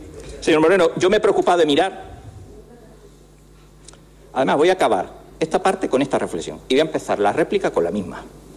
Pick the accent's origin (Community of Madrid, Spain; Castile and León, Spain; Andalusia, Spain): Andalusia, Spain; Cádiz; accent: Andalusian; ¿Que soy andaluz y ceseo o ceseo? ¿Cuál es el problema, señor Jiménez? No, no sé. Usted como un catedrático de... En fin. Es que uno es de Cádiz. Uno es de Cádiz. Perdone que me coma la zeta.